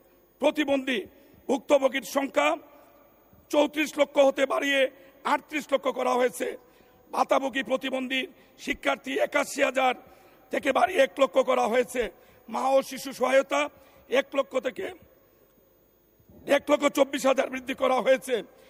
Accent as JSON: {"language": "Bangla", "town": "Habiganj", "region": "Sylhet Division", "country": "Bangladesh"}